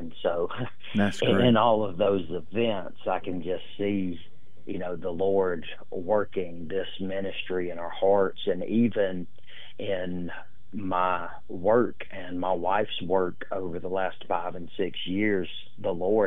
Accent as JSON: {"language": "English", "town": "Americus", "region": "Georgia", "country": "United States", "tie": "born or raised there", "said": "I grew up in Americus, Georgia, but I currently live in Ellaville, just 20 minutes from Americus. Go to church in Plains."}